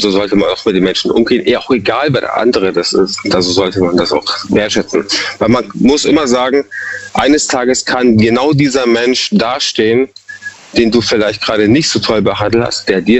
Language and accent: German; Munich, Bavaria, Germany; now in Freiburg, Germany; Also ich bin ursprünglich aus Bayern, mhm. Ja, Münchner Kindl.